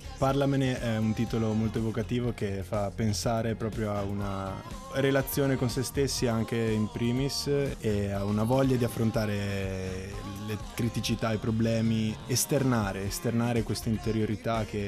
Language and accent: Italian; Trentino-Alto Adige, Italy; born there; Io provengo dalla Val di Ledro, quindi sono nato lì, e quindi per me l'ambiente naturale è un ambiente molto familiare.